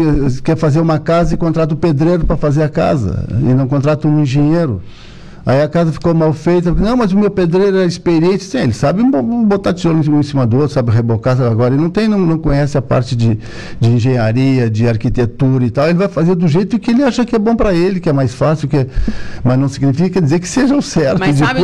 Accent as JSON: {"language": "Portuguese", "town": "Araranguá", "region": "Santa Catarina", "country": "Brazil", "said": "Eu sou de Araranguá, 48."}